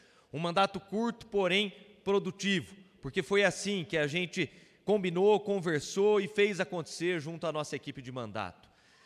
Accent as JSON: {"language": "Portuguese", "town": "Jaú", "region": "São Paulo", "country": "Brazil", "tie": "born or raised there", "accent": "caipira", "moved": "as an adult", "lives_now": "Brasília, Brazil", "said": "Eu venho de uma pequena cidade no interior de São Paulo, sou nascido em Jaú, tenho a minha vida toda no interiorzão do estado, na terra roxa, com orgulho do nosso caipirês, porta, porteiro e portão. Digo que hoje sou o segundo jaúense deputado federal"}